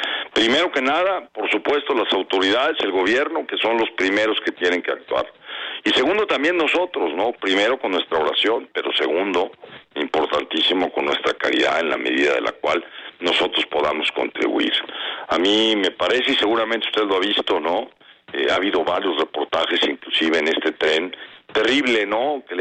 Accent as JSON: {"language": "Spanish", "country": "Mexico"}